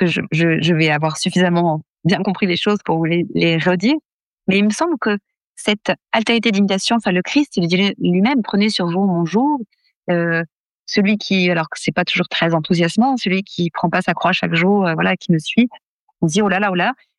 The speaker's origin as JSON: {"language": "French", "country": "France"}